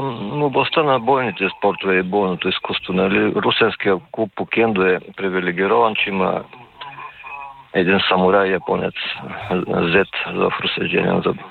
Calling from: Ruse, Ruse Province, Bulgaria; съм от Русе

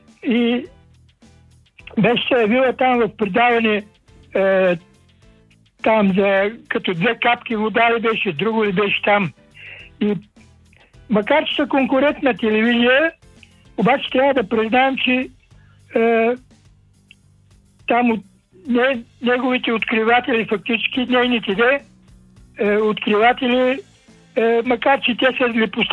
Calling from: Plovdiv, Plovdiv Province, Bulgaria; Обаждам се от Пловдив

